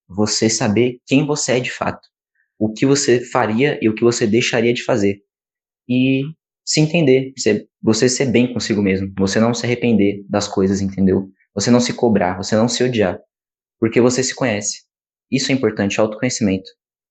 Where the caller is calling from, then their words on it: São Paulo, Brazil; eu sou do interior de São Paulo, moro em Itaiúba, sou estudante da ETEC de Bebedouro, primeiro ano